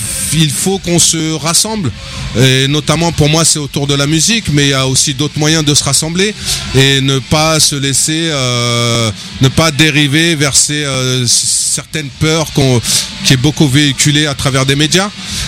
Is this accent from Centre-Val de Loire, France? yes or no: no; Mantes-la-Jolie, Île-de-France, France; moi, je suis originaire de Mantes-la-Jolie, j'ai 45 ans. Donc un sacré passif à Mantes. J'ai à cœur d'ouvrir la jeunesse, d'aller à l'extérieur du quartier. C'est vrai que moi j'ai grandi une grande partie de ma jeunesse au quartier.